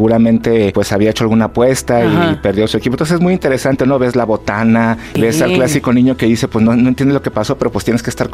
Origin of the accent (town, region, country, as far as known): Mexico